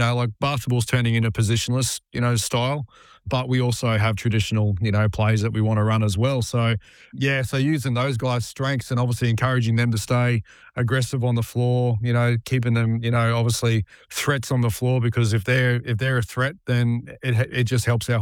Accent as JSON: {"language": "English", "country": "Australia", "said": "I'm from Queensland originally in South Australia, so you grew up not liking Victorians very much."}